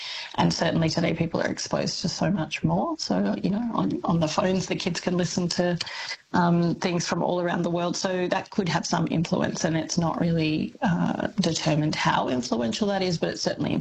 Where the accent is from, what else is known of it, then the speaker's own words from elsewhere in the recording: Melbourne, Victoria, Australia; When I grew up in Melbourne, I would say dance and castle